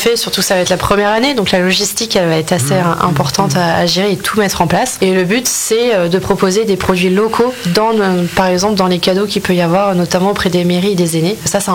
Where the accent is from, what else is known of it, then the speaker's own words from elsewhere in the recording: Châteauneuf-Val-de-Bargis, France; Et j'ai été j'ai grandi à la campagne, j'ai grandi à Châteauneuf-Val-de-Bergis notamment.